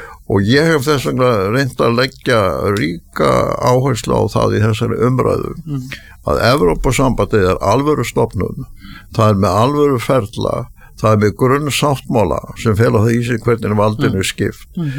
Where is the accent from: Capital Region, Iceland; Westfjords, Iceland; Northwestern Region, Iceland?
Westfjords, Iceland; Þingeyri; moved away; Það voru engur vegir og Dýrafirði í Næstufirði þegar ég var alast upp á Þingri.